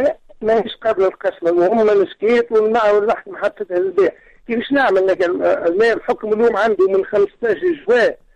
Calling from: El Kef, Kef Governorate, Tunisia; من الكيف.

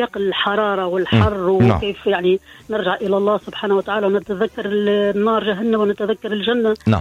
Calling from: Tunisia

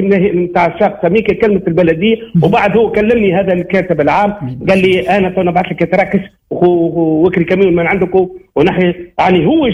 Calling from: Tunisia; من اولاد سمير

